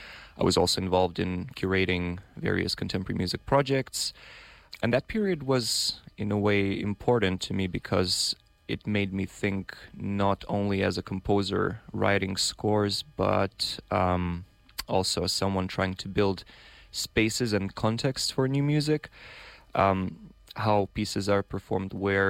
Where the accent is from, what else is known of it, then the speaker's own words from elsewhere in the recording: Vilnius, Vilnius County, Lithuania; also born or lived in London; now in New York City, United States; I'm a Lithuanian composer currently based here in New York City, and I'm pursuing my doctoral degree at Columbia University. I was born in Vilnius in 95